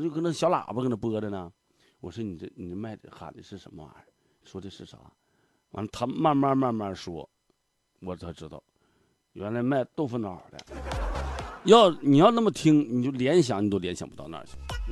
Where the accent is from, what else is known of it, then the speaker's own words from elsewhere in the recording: Liaoning, China; 咱辽宁的口音、山东的口音也挺杂